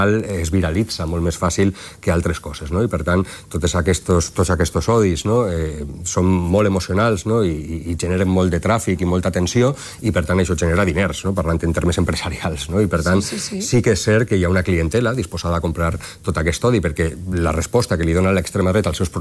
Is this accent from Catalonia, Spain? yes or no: no; Valencian Community, Spain; I com a valencià, doncs, amb el tema de la Dana